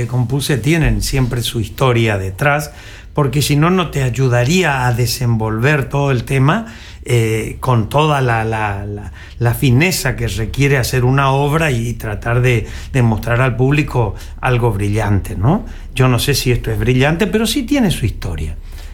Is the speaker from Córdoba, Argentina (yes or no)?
no; Burucuyá, Corrientes, Argentina; en mi infancia yo viví en Burucuyá